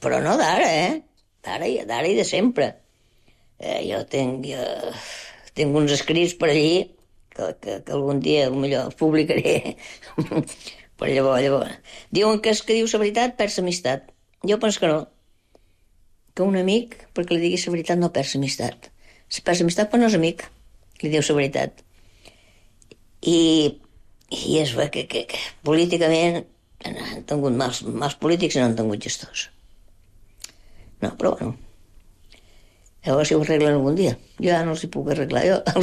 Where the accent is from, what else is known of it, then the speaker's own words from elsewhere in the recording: Balearic Islands, Spain; Jo, de Menorca, he nascut a Menorca, però m'ha agradat molt tot el Louis Vicent.